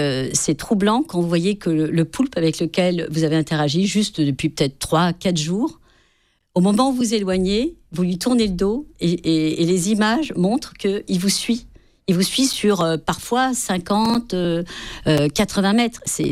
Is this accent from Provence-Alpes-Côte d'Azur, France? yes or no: yes; Provence-Alpes-Côte d'Azur, France; chez nous, sur le littoral des Alpes-Maritimes